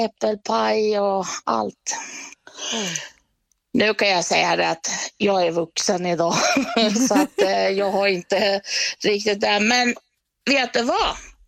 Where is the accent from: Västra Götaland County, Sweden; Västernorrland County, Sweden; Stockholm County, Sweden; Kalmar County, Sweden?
Stockholm County, Sweden; Stockholm; accent: Stockholm; Och jag var stockholmare och vart så retad för att jag pratade stockholmska.